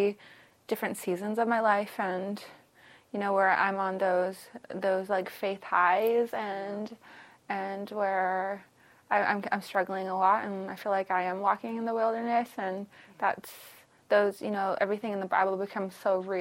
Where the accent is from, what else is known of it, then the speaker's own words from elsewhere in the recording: Vancouver, British Columbia, Canada; We're from Vancouver. Grew up here. Right along East Vancouver, like Commercial Drive and Pender and the native housing there.